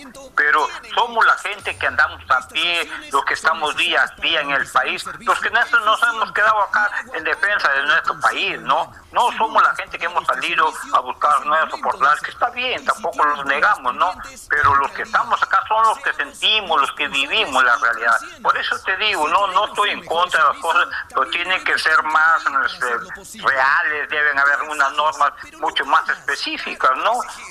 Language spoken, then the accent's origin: Spanish; Peru; acá somos peruanos